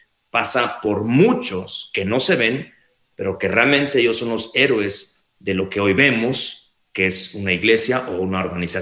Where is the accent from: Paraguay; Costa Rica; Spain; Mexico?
Mexico; Soy mexicano, amo mi país